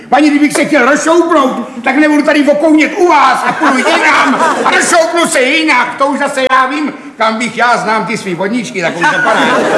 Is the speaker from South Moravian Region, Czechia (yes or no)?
yes; Brno, South Moravian Region, Czechia; No to byl z Brna, já jsem taky z Brna. Rodáci z Brna jsme, tam jsme jí chodili s Jandou do školy.